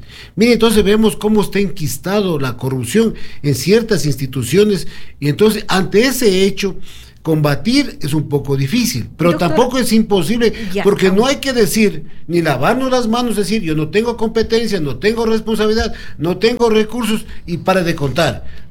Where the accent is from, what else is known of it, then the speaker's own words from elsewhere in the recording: Ecuador; todos somos ecuatorianos